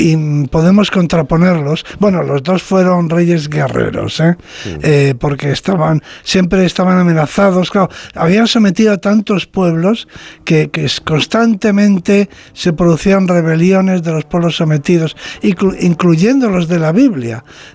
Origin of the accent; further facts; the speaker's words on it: Spain; me confirma en lo que siempre he pensado, de que somos los españoles un pueblo culto